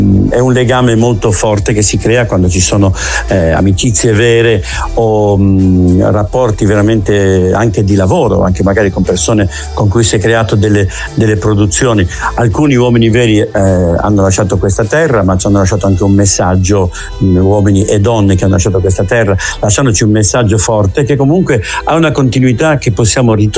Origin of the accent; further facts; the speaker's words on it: Genoa, Liguria, Italy; sia io da genovese che Massimo Zennaro da veneziano, da isolano, abbiamo il mare nelle vene